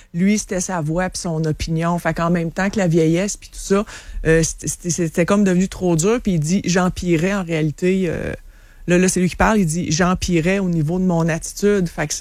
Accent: Quebec City, Quebec, Canada; Non, du région de Québec. J'ai grandi à Sainte-Foy. Okay, j'ai été aux États-Unis un petit peu aussi.

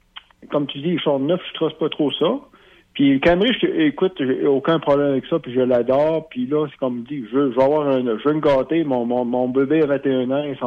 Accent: the Maritimes, Canada; moi je viens des Maritimes

